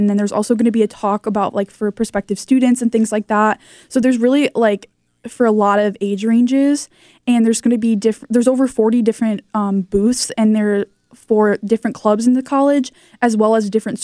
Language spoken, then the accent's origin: English; South Beloit, Illinois, United States; So I'm from Northern Illinois, South Beloit, Illinois, if you know where that is. It's kind of a small town.